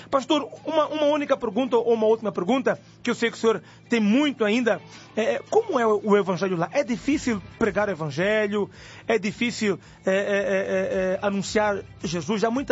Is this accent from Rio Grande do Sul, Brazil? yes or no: no; Bahia, Brazil; que prazer ouvir um conterrâneo. Eu sou baiana.